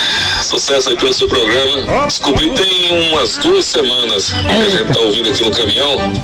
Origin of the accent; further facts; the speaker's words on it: Alagoas, Brazil; now in São Paulo, Brazil; eu falo de São Paulo, mas eu sou natural lá de Alagoas. Sou mais um cabecinha chata, tomou um chifre no Nordeste e se mandou pra São Paulo.